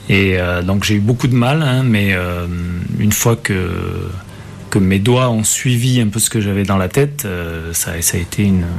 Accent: Aurillac, Auvergne-Rhône-Alpes, France; born there; Mais je suis né à Aurillac

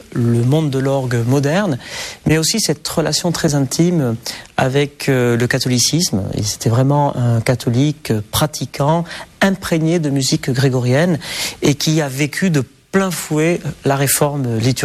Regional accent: Nouvelle-Aquitaine, France; il y a 36 ans, je suis né donc au Pays Basque, dans le village d'Ayers, qui est à peu près à 20 minutes de Bayonne.

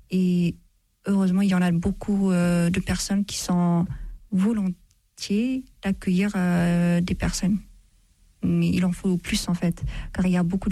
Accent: Ethiopia; now in France; J'ai grandi en Éthiopie et on ne connaît pas le racisme, en fait. C'est ici, d'ailleurs, que j'ai découvert le racisme aussi.

